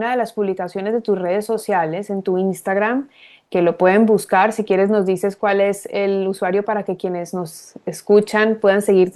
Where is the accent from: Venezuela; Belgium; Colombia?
Colombia; accent: Colombian; now in Ecuador; me llevó a vivir muchos años en Colombia y adquirí el acento, pero tengo más años ya en Ecuador que en Colombia.